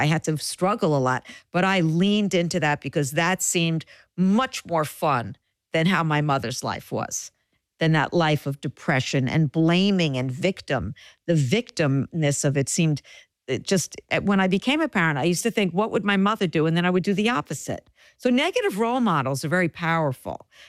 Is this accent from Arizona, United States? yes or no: no; Mount Vernon, New York, United States; I grew up in Mount Vernon, New York